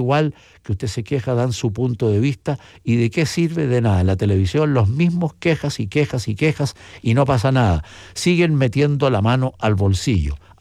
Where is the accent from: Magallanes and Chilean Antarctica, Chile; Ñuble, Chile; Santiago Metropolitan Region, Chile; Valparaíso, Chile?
Ñuble, Chile; Chillán; now in Chillán, Chile; Desde Chillán, mi tierra, claro.